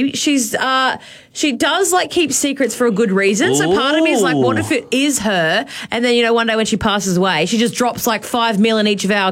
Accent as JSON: {"language": "English", "town": "Hervey Bay", "region": "Queensland", "country": "Australia", "tie": "born or raised there", "said": "someone who bought an Oz Lotto ticket in Hervey Bay, which is my hometown."}